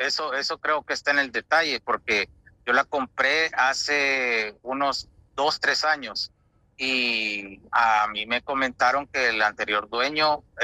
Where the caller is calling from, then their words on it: El Salvador; De El Salvador